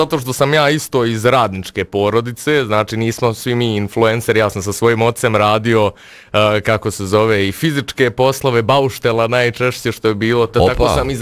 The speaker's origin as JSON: {"language": "Croatian", "town": "Slavonski Brod", "region": "Brod-Posavina County", "country": "Croatia", "moved": "as an adult", "lives_now": "Nuremberg, Germany", "said": "inače sam iz Slavonskog Broda, kao što ste najavili, došao sam iz Njemačke, iz grada Nürnberga, gdje živim."}